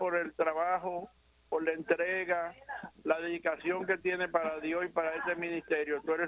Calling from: Santo Domingo, Dominican Republic; Desde Villa España.

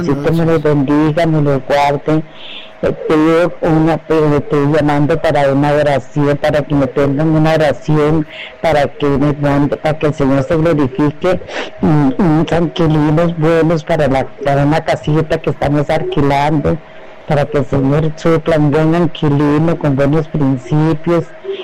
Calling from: Limón, Costa Rica; Soy de aquí, de Limón.

